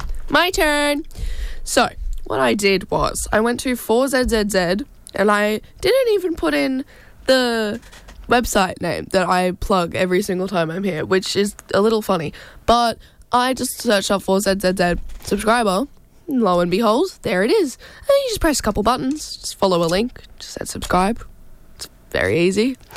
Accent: Gold Coast, Queensland, Australia; moved away; I grew up on the Gold Coast.

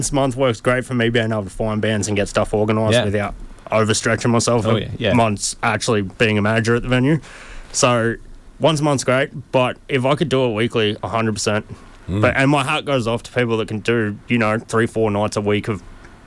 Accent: Newcastle, New South Wales, Australia; I grew up in Newcastle

